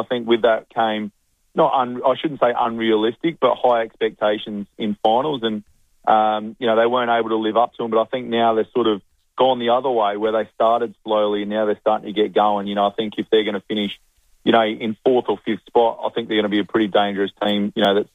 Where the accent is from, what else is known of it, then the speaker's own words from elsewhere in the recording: Ardrossan, South Australia, Australia; I was absolutely a footy nuffy growing up in Ardrossan